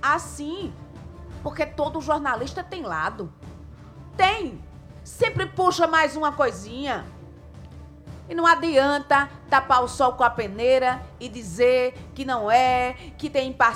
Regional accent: Brazil; enquanto brasileira

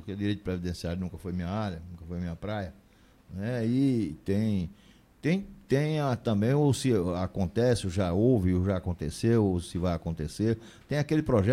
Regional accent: João Pessoa, Paraíba, Brazil; nós somos do Roger, velho Roger. Cresci com o pai dele, com os tios dele

